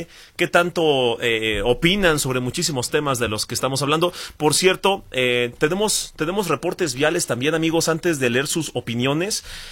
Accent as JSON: {"language": "Spanish", "country": "Mexico", "said": "no solo como mexicanos, sino como vaya sociedad"}